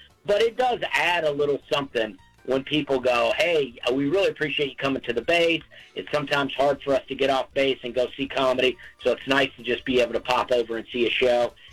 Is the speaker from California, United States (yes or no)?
no; Alabama, United States; I grew up in Alabama. We didn't really travel a lot.